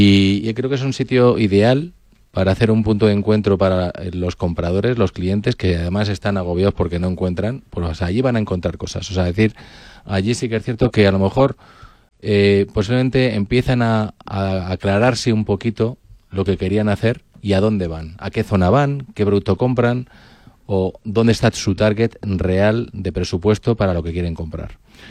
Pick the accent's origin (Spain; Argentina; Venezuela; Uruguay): Spain; somos latinos, somos españoles